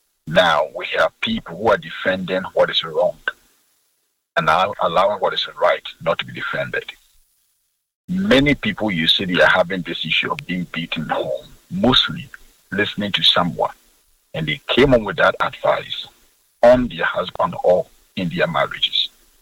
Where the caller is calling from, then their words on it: Accra, Greater Accra, Ghana; I'm calling from East Legon.